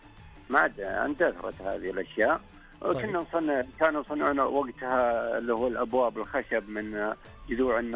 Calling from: Saudi Arabia; عندنا في المملكة العربية السعودية

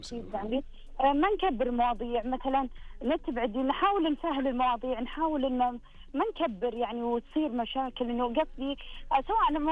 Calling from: Jeddah, Makkah Province, Saudi Arabia; أكلمكم من جدة.

